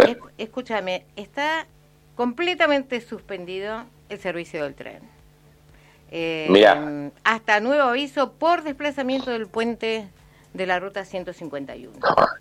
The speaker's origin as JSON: {"language": "Spanish", "town": "Río Colorado", "region": "Río Negro", "country": "Argentina", "said": "Hola, soy de Río Colorado."}